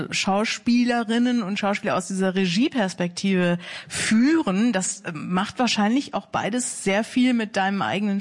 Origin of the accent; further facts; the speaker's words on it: Osnabrück, Lower Saxony, Germany; Wer aus Osnabrück kommt, findet es überall in der Welt schön.